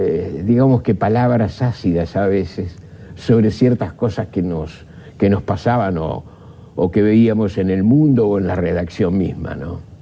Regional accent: Uruguay; Somos uruguayos

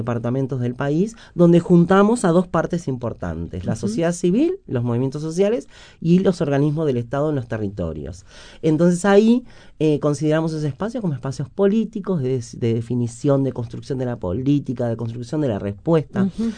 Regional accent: San Carlos, Maldonado, Uruguay; moved away; yo soy del interior. Yo soy nacida y criada en el interior y tengo un compromiso muy grande con el interior, porque cuando una se crió, yo me crié en los 90, en San Carlos

